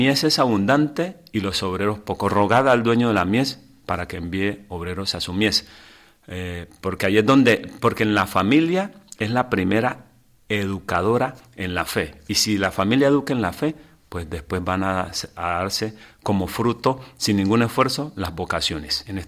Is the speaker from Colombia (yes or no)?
yes; Colombia; moved away as an adult; now in Canary Islands, Spain; yo pensaba ya quedarme allá en Colombia